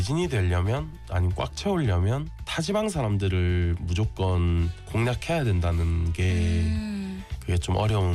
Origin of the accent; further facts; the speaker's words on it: Busan, South Korea; born there; 제가 태어난 곳이 부산이고 제가 생활하는 곳이 부산이라서 있는 건데